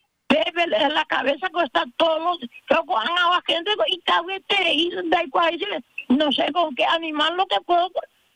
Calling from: Paraguay

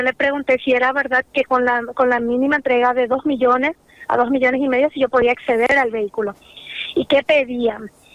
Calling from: Asunción, Paraguay; porque nosotros somos de Sajonia, la zona del Bañado Tacumbu.

